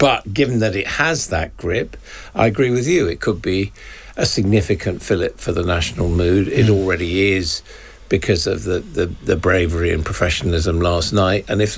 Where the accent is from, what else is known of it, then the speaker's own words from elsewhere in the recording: England, United Kingdom; I'm English